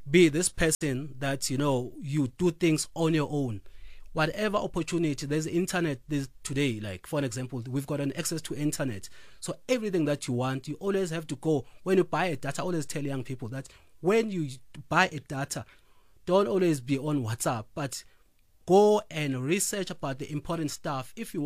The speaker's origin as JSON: {"language": "English", "town": "Umzimkhulu", "region": "KwaZulu-Natal", "country": "South Africa", "tie": "born or raised there", "said": "Yes, I'm born and bred. I'm from Mzimkhulu, yes. I'm born and bred from there."}